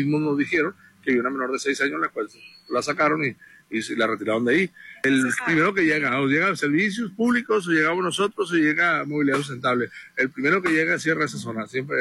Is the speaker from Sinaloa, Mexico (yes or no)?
yes; Guasave, Sinaloa, Mexico; somos de Guasave, sabemos todos perfectamente que esa zona con una lluvia el sistema bombeo antiguo no sirve